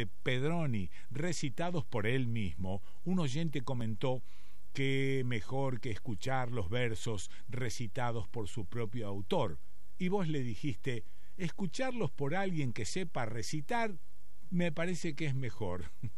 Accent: Esperanza, Santa Fe, Argentina; born there; moved away as an adult; now in Rosario, Argentina; Nací en Esperanza, soy hijo de Betina y Lalo. Me vine a vivir a Rosario para estudiar medicina y me quedé.

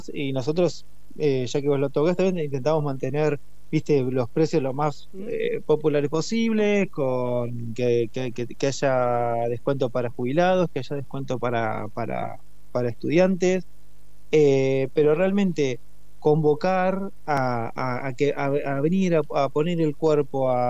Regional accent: La Plata, Buenos Aires Province, Argentina; Soy de La Plata, me inicié en la Plata con un maestro de acá

